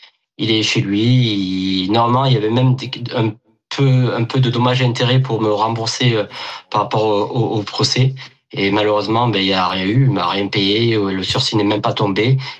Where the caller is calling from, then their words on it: Gap, Provence-Alpes-Côte d'Azur, France; j'habite sur Gap.